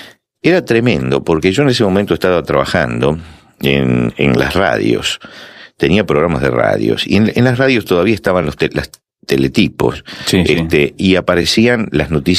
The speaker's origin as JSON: {"language": "Spanish", "country": "Argentina"}